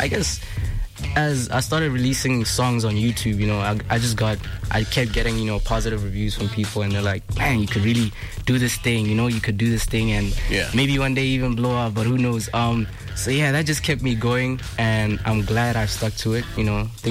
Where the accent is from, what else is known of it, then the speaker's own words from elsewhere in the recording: Gaborone, Botswana; also born or lived in Francistown; grew up in the city.